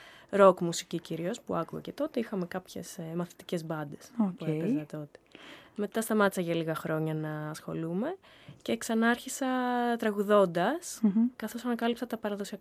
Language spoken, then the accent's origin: Greek; Thessaloniki, Central Macedonia, Greece; moved away as an adult; now in Mytilene, Greece; Είμαι από τη Θεσσαλονίκη, αλλά ζω στη Μυτιλίνη τα τελευταία χρόνια λόγω της δουλειάς μου.